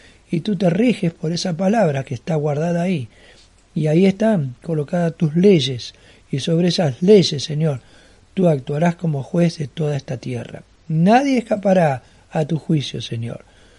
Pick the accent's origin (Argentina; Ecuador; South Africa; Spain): Argentina; de la nación argentina, de todos los que habitamos en esta tierra